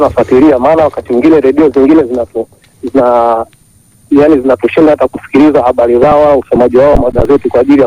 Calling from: Tabora, Tanzania; natokea Irolangu Tabora.

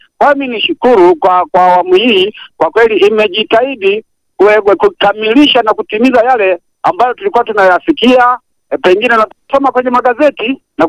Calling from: Shinyanga, Tanzania; mimi natoka Halmashauri ya Ushetu kama Shinyanga hapa.

